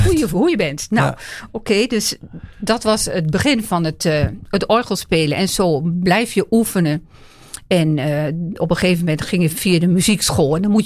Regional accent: Oldebroek, Gelderland, Netherlands; En ik kom uit Oldebroek. Daar ben ik geboren.

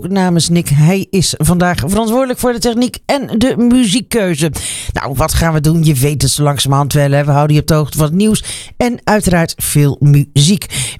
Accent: Netherlands; Want dat kunnen we als Nederlanders als de beste.

